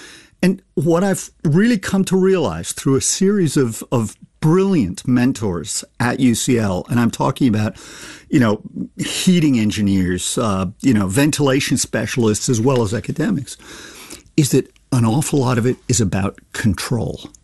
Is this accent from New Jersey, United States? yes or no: no; New York, United States; also born or lived in Italy / Kenya / Canada; now in United Kingdom; Well, I grew up in New York as a child. My parents moved to Nairobi in Kenya. I went to university in Canada.